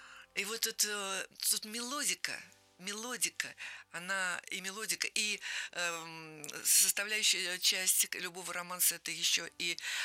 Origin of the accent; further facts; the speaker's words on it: Saint Petersburg, Russia; now in Moscow, Russia; я убежденная ленинградка. Подъезжаю к городу, у меня сердце каждый раз сжимается. Но мы уехали, папа моего военного перевели в Москву. Я стала убежденной москвичкой.